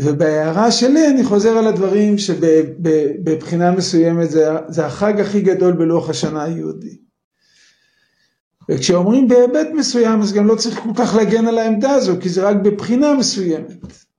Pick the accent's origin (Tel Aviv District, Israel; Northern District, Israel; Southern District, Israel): Tel Aviv District, Israel; Bnei Brak; אני גדלתי בבני ברק, זה היה בשנים הראשונות של המדינה